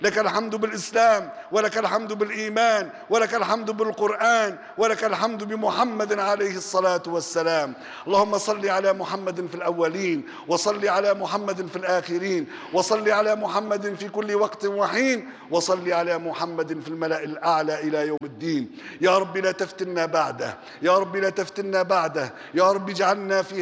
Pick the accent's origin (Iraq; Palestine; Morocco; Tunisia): Tunisia